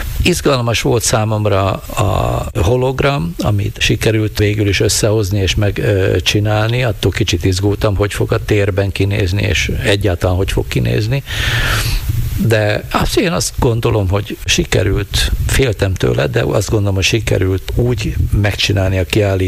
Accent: Kéménd, Nitra Region, Slovakia; moved away; bár nagyon régen nem élek Kéménden, de sok mindent, hát még a öcsém ott van mindig, sok minden köt Kéménthez, nyilván fog is, mert hát ott nőttem föl.

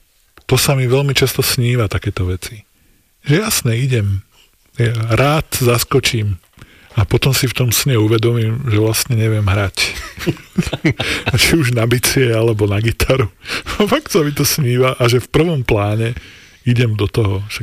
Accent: Nitra, Nitra Region, Slovakia; ja som pri tom z Nitry

